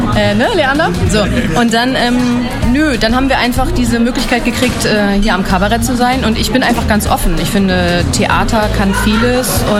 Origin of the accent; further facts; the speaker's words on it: Bremen, Germany; born there; moved away as an adult; also born or lived in Munich / Schwedt; ich bin in Bremen geboren, da komme ich her